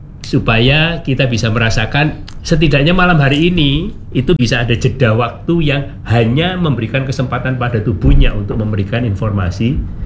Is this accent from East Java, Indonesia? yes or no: yes; Surabaya, East Java, Indonesia; berhubung aku arek Surabaya jadi kayak sepiro Jawa lupa.